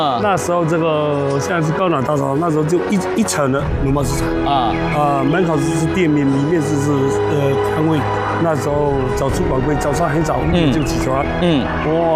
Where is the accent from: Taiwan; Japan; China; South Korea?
China; Fujian; 大家吃的我们闽南的海蜇